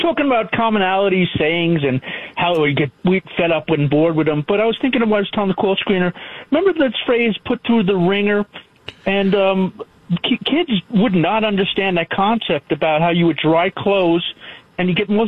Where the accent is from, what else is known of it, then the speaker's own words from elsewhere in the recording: New Jersey, United States; Here's an expression for you, Jersey guy. I'm from Jersey.